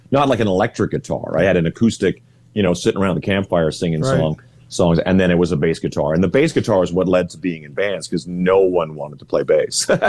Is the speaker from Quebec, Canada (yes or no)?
no; Manitoba, Canada; born there; also born or lived in Saskatchewan; We grew up, I was born in Saskatchewan, but we immediately moved up to northern Manitoba.